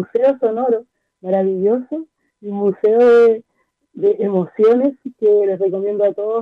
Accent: Valparaíso, Chile; yo soy de Valparaíso, tengo toda mi familia en Santiago, yo voy de aquí para allá

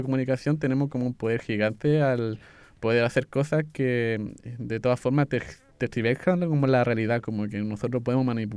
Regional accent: Chile

